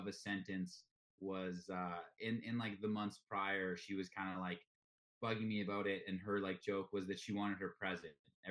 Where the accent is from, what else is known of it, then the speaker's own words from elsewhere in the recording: Lethbridge, Alberta, Canada; And then did most of my growing up in Lethbridge.